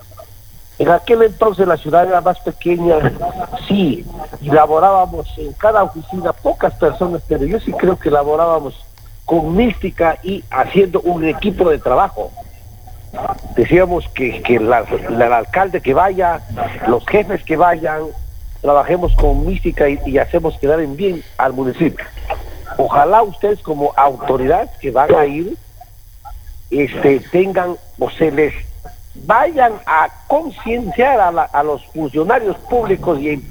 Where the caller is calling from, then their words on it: Loja, Ecuador; Soy un ciudadano que vivo en Loja por muchos años acá.